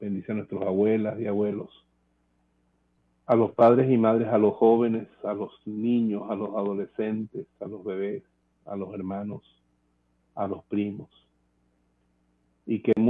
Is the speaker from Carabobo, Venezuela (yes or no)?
yes; Aguirre, Carabobo, Venezuela; moved away; en Aguirre, allá en mi tierra